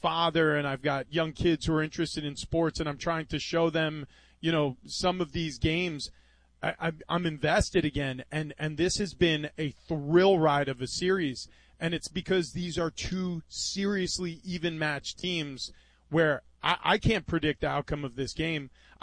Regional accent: New York, United States; I grew up in New York. I grew up a Knicks fan.

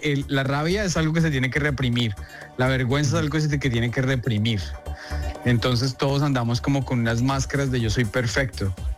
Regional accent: Colombia; now in New York, United States; Creo que soy el primer colombiano que va a grabar un especial en español aquí en la Gran Manzana, entonces estoy muy orgulloso por eso.

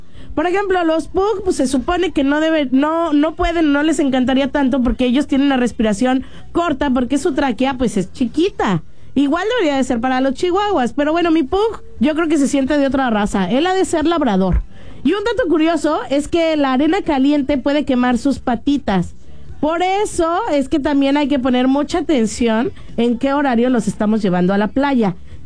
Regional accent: Mexico City, Mexico; Ay, soy chilanga, puedo hacer ese chiste, ¿no?

